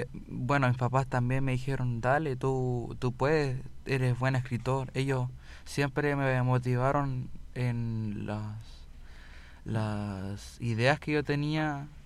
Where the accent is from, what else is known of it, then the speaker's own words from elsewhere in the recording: Chile; Chile es mi gente, es mi historia, es mi hogar.